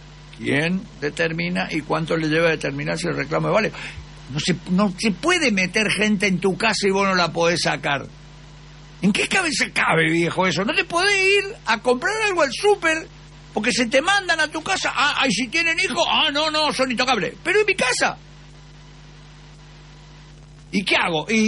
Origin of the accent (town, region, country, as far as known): Argentina